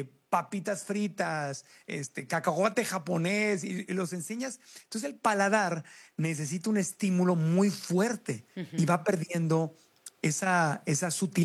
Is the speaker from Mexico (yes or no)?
yes; Tijuana, Baja California, Mexico; born there; also born or lived in Mexico City; cuando estaba chiquito, crecí en Tijuana, y parte en Tijuana y parte en Ciudad de México. Y me acuerdo en ambos casos que ahí por Coyoacán, donde vivíamos con mi mamá